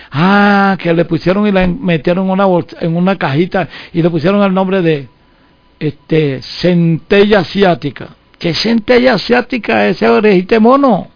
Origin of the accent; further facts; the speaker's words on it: Venezuela; born there; also born or lived in Monagas; yo lo digo de boca de jarro, yo nací en el Esequibo.